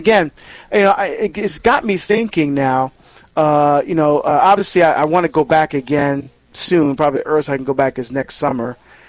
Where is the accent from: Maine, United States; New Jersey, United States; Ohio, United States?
New Jersey, United States; born there; my home state of New Jersey